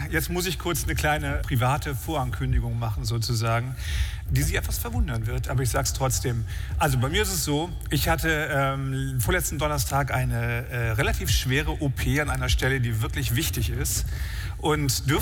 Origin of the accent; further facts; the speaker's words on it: Tönning, Schleswig-Holstein, Germany; Ich komme ja aus Tönning, das ist für mich hier alles noch Heimspiel.